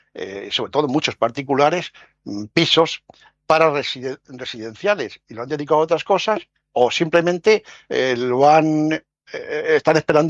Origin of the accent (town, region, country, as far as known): Spain